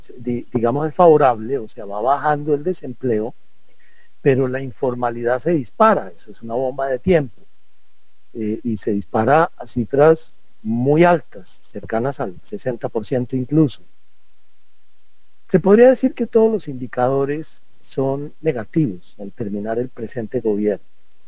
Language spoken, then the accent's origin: Spanish; Colombia; somos todos los colombianos